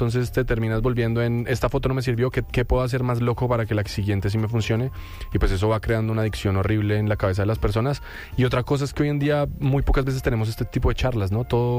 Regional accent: Colombia; Bueno, pues yo soy colombiano. Es mi cuarta vez ya viniendo acá a México.

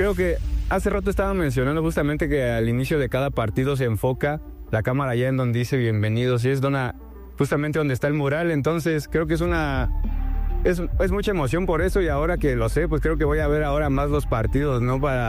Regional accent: Juchitán de Zaragoza, Oaxaca, Mexico; moved away; me inspiré totalmente en el cielo de donde soy, de Cuchitán. Realmente no tenía idea como a qué plasmar y solo me regresé, me acuerdo, fue un fin de semana que me regresé de donde yo soy, de Oaxaca

